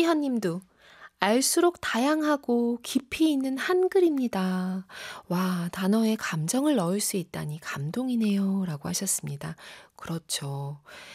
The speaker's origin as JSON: {"language": "Korean", "country": "South Korea", "said": "제가 한국인이어서가 아니라"}